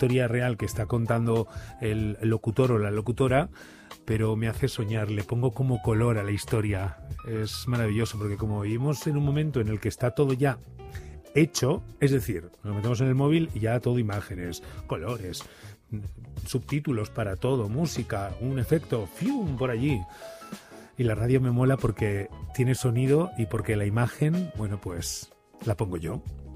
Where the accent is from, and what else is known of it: Burgos, Castile and León, Spain